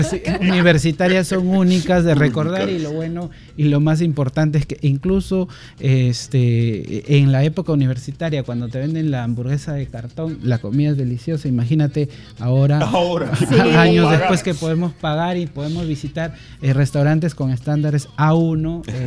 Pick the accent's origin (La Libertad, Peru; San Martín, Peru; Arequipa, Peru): La Libertad, Peru; Trujillo; Soy norteño, además, soy trujillano.